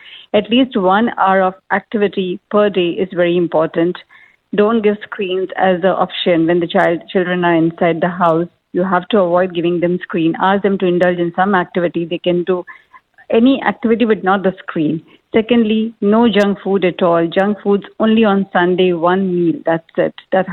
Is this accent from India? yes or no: yes; India; English is a second language; now in UAE; there was a phase when I used to practice back home. I'm from India